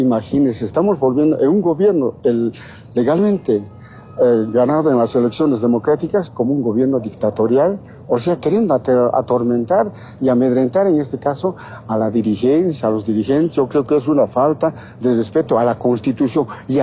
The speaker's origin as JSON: {"language": "Spanish", "country": "Bolivia", "said": "eso nosotros como bolivianos y como ex dirigentes no podemos permitir ese tipo de acciones"}